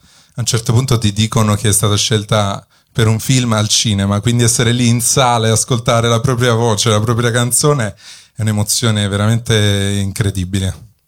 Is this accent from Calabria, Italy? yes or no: yes; Calabria, Italy; moved away as an adult; la mia terra, che insomma ho lasciato 5 anni fa